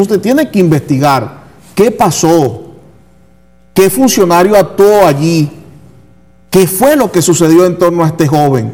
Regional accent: Venezuela; yo me uno a ese dolor de esa madre como venezolano

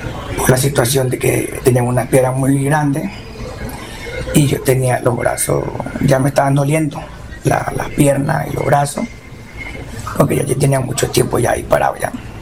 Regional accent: La Guaira, Venezuela; Soy de La Guaira, de Caribe.

